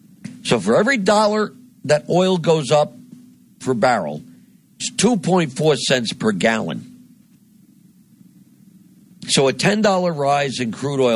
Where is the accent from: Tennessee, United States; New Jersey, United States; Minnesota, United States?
New Jersey, United States; born there; here in my home state of New Jersey